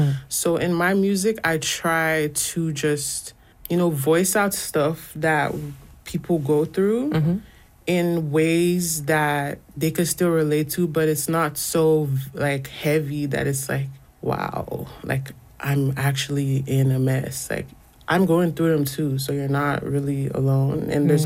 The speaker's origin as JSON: {"language": "English", "country": "Nigeria", "tie": "born or raised there", "moved": "yes", "lives_now": "Canada", "said": "growing up in Nigeria, Nigeria is its own world. Stepping out of Nigeria and coming to Canada, I was like, wow."}